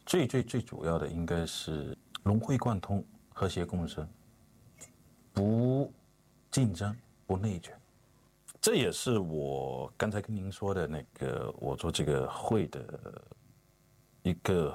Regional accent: Fujian, China; 这也是怎么说呢？身为一个福建人的优势吧。

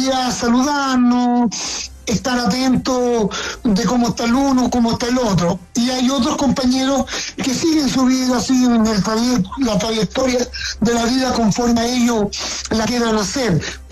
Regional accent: Chile; Y nos reíamos de esa situación porque pasaban muchas cosas por la cabeza de nosotros como mineros chilenos.

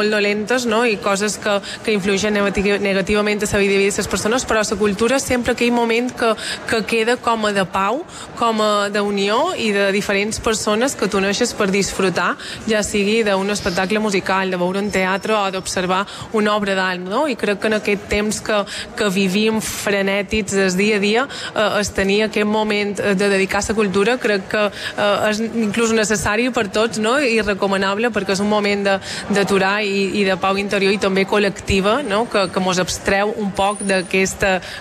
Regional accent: Mallorca, Balearic Islands, Spain; mos recorda qui som com a mallorquins, la força que tenim allà d'on venim

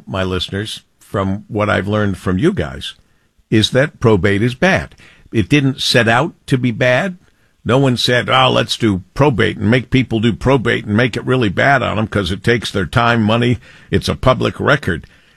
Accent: Monroe, Michigan, United States; when I grew up in Monroe, Michigan

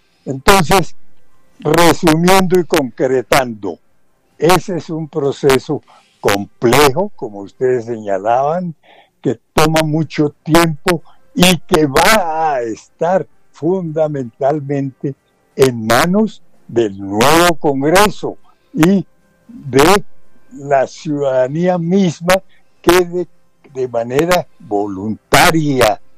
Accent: Colombia; que elijamos los colombianos

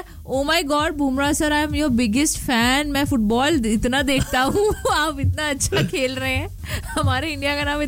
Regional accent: Bhopal, Madhya Pradesh, India; तो हमारे भोपाल में जो है एक नई मूवी है

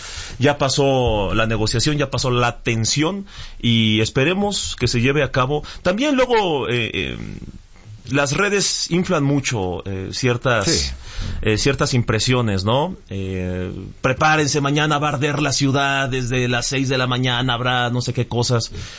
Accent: Mexico

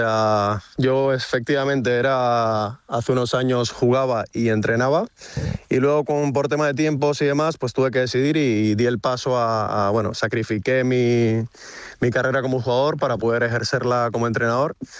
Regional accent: San Juan Bautista, Nueva Esparta, Venezuela; now in Basque Country, Spain; soy de San Juan Bautista, un pueblo de Nueva Esparta, en la isla de Margarita, en Venezuela. Pero mi madre es de acá y bueno, y hace 11 años emigramos y vinimos aquí estamos felices, la verdad.

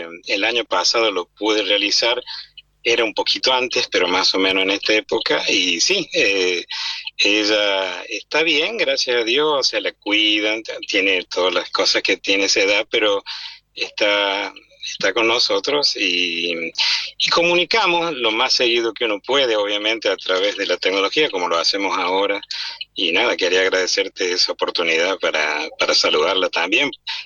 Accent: Cruz del Eje, Córdoba, Argentina; moved away; Cruz del Eje es nuestra ciudad que llevamos en el corazón

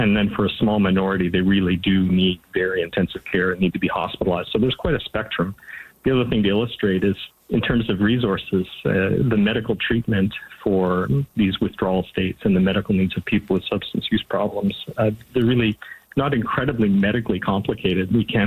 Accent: southern Cape Breton Island, Nova Scotia, Canada; I was born and raised in Aarhushat and in the southern portion of the island, and I got to experience firsthand what trying to access healthcare looked like in a very rural area.

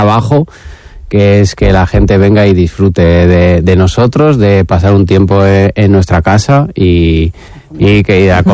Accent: León, Castile and León, Spain; moved away as an adult; now in Burgos, Spain; Yo soy de León, uh-huh, soy cazurro

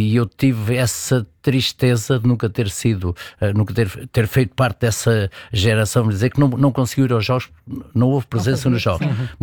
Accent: Portugal

